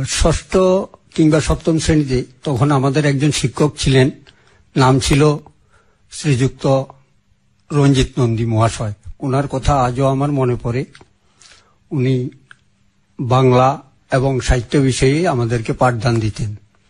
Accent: Khowai, Tripura, India; born there; moved away; অনেকদিন হয়ে গেল আমি ওখান থেকে চলে এলাম, সেটা খোয়াই রতিয়া কলোনি, সেখান থেকে চলে এসেছি।

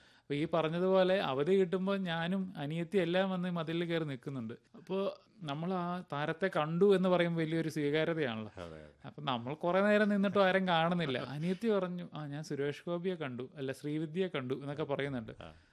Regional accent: Kerala, India; ഇത് ഇതുപോലെ എന്റെ നാട്ടിലും തൊടുപുഴ അടുത്ത ഒരു ഗ്രാമത്തിലായിരുന്നു.

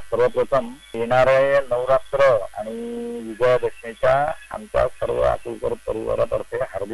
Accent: a village in Wardha district, Maharashtra, India; also born or lived in Amravati; लहानारवी तालुका श्री जिल्हा वर्धा माझं गाव आहे

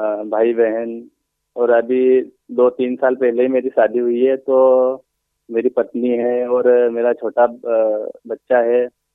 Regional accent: Madhya Pradesh, India; ग्राम जसवाड़ी का निवासी हूँ

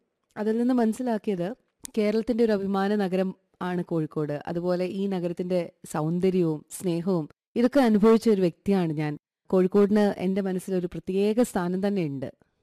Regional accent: Pathanamthitta district, Kerala, India; moved away as an adult; also born or lived in United States; now in Kozhikode, India; ഞാൻ കോഴിക്കോട് എത്തുന്നത് 2016. എന്റെ സ്വദേശം പത്തനംതിട്ട ജില്ലയാണ്.

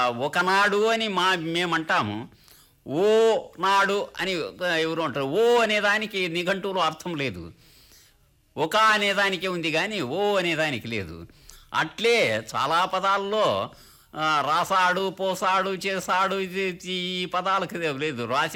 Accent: Anantapur district, Andhra Pradesh, India; accent: Rayalaseema (Anantapur district dialect); పెనుకొండ తాలూకా మాది, మాది రొద్దం వైపు, రొద్దం మండలం. రొద్దం మండలంలో మాట్లాడే మాండలికమే నేను రాసేది.

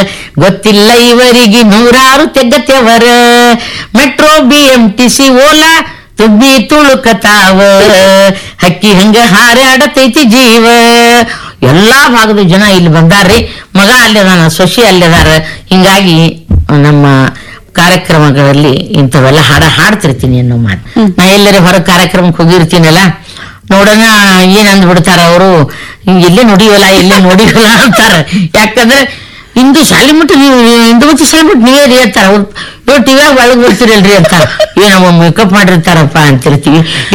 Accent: Sindagi, Karnataka, India; ನಮ್ಮ ಸಿಂದಗಿ, ನಮ್ಮ ವಿಜಯಪುರ ಜಿಲ್ಲೆ ಸಿಂದಗಿಯವ್ರು ನಾವು.

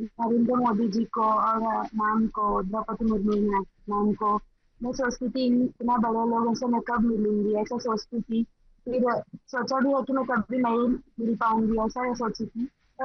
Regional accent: Andhra Pradesh, India; मैं आंध्र प्रदेश से हूँ

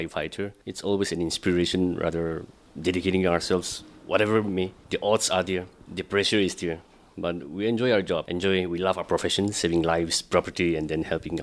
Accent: Nagaland, India; I'm coming from Kohima Kusama Village.

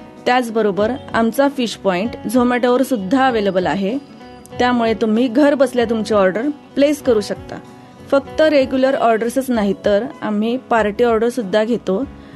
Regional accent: Maharashtra, India; हो, कारण मी कोकणातलीच आहे. तिथले मसाले, तिथली पद्धत सगळं इथं तसंच आणलंय.

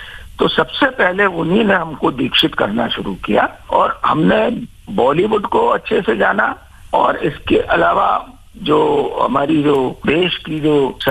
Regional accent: tribal area of Chhindwara district, Madhya Pradesh, India; मैं छिंदवाड़ा जिले के आदिवासी इलाके से आता हूँ और वहाँ पर कोयला की बहुत सारी खदानें खुली हुई थी।

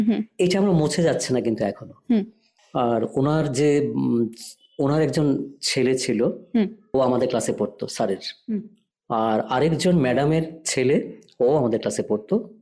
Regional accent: Agartala, Tripura, India; আমার জন্ম আগরতলাতেই। ছোটবেলা তো স্বাভাবিকভাবেই আগরতলাতেই কেটেছে, এখনো কাটছে, এত যে বয়স হয়েছে।

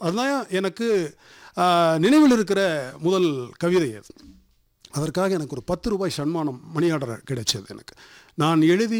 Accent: Palani, Tamil Nadu, India; பழனி, நான் பழனியை சேர்ந்தவன்.

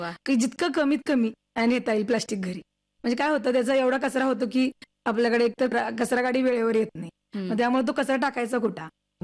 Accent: Sangli, Maharashtra, India; moved away as an adult; now in Dharashiv, India; माझं माहेर सांगली आहे आणि सासर धाराशिव जिल्हा आणि लोहारा तालुका आहे.

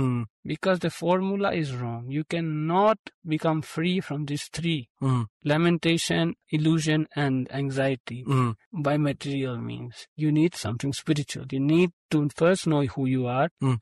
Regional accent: Spain; Just like I'm from Spain

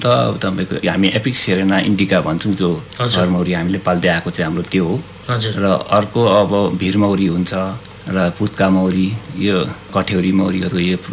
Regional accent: Sikkim, India; म राङ्का पर्बिङबाट।

